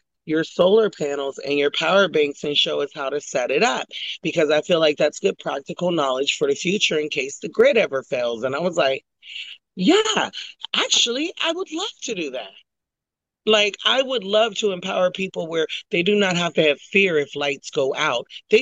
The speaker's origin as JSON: {"language": "English", "town": "Washington", "region": "District of Columbia", "country": "United States", "said": "this little girl from DC"}